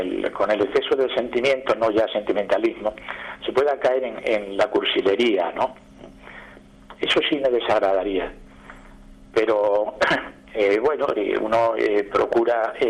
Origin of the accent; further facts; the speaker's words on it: Extremadura, Spain; born there; also born or lived in Madrid; now in Plasencia, Spain; los pueblos de alrededor, de donde yo nací